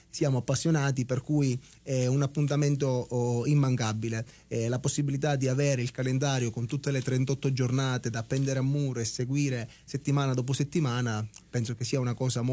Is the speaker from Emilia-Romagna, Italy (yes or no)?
no; Agira, Sicily, Italy; moved away; nel mio paese non c'era poi caldissimo, perché comunque a Gira si trova a 700 metri, la parte più alta, per cui è sempre un po' più ventilato, c'è fresco.